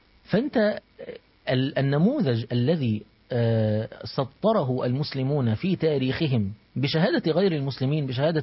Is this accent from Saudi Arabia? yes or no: no; Egypt; عندنا في مصر